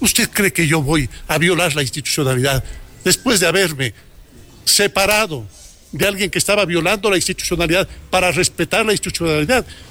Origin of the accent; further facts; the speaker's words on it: Ecuador; como buenos ecuatorianos, ayudamos a rescatar la institucionalidad.